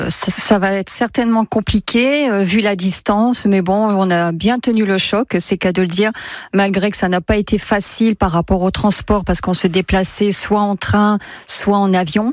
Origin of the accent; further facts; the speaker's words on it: Condé-sur-l'Escaut, Hauts-de-France, France; moved away; je suis native de Condé-sur-Escaut. C'est une petite ville qui se situe à 15 minutes de Valenciennes.